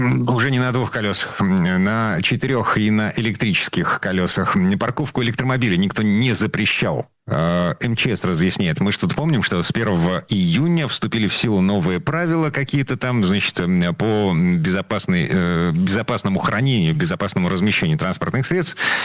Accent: Saint Petersburg, Russia; Мы из Петербурга

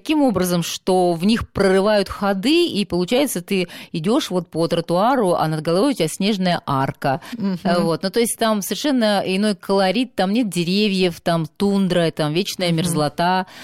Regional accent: Far North, Russia; moved away; я родилась и выросла на Крайнем Севере

